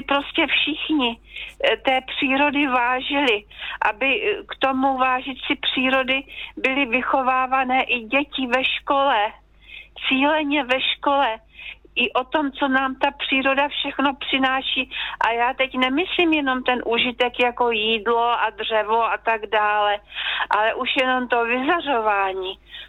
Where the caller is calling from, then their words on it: Trutnov, Hradec Králové Region, Czechia; ale i u nás v Trutnově, protože tady nejvíce dnů, co bylo, tak bylo tak 19 až 22 stupňů a dneska máme těch 10.